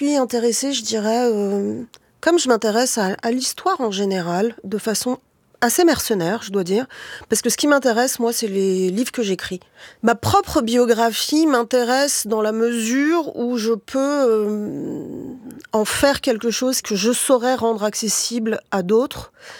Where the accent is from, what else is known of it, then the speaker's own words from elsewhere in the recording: Paris, Île-de-France, France; tu viens d'où ? Bon, bah, je viens d'un certain quartier de Paris.